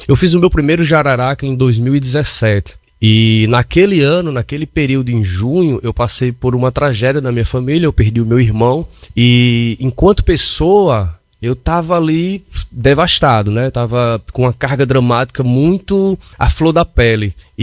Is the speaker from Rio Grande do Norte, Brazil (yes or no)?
yes; Mossoró, Rio Grande do Norte, Brazil; eu nasci lá na Baixinha, no Abolição 1, e eu dançava na quadrilha Zé Matutinho.